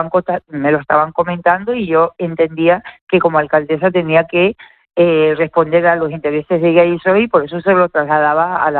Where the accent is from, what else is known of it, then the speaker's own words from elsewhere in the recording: Guía de Isora, Canary Islands, Spain; yo que soy de Guía Casco